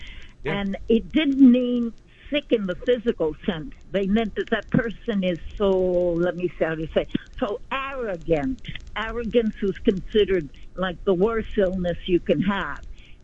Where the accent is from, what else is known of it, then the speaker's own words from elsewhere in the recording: Havana, Cuba; moved away; I grew up in La Habana, Cuba